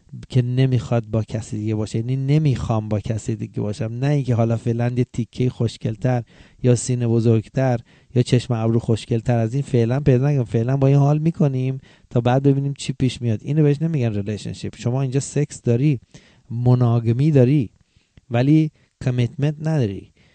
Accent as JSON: {"language": "Persian", "country": "Iran", "moved": "as an adult", "said": "من که از ایران داشتم می اومدم تو ایران یه پیکان داشتم، پیکان معمولی، مال خودم هم نبود، مال بابام بود و خونه هم نداشتم، با خانوادم زندگی می کردم."}